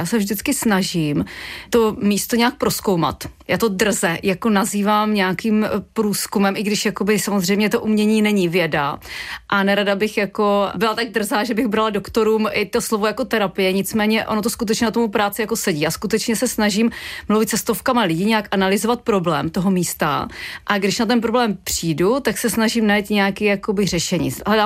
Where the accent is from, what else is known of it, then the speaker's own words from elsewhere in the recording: Brno, South Moravian Region, Czechia; já jsem vyrostla na okraji Brna v Líšni.